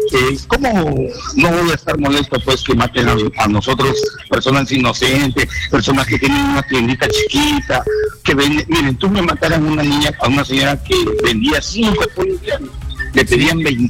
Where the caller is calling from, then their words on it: Peru; yo ya me molesto como todos los peruanos.